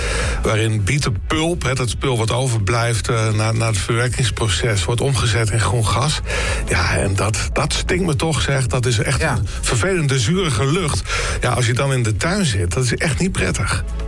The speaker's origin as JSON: {"language": "Dutch", "region": "Groningen", "country": "Netherlands", "tie": "born or raised there", "said": "ik ben opgegroeid in Selwen."}